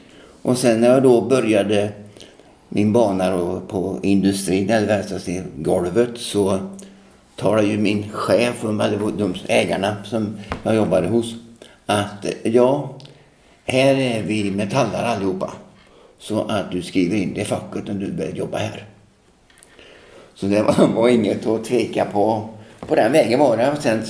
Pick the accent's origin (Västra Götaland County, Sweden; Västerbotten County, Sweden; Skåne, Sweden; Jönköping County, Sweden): Västra Götaland County, Sweden; Tidaholm; Jag växte upp i Tidaholm, ja, det är ju en...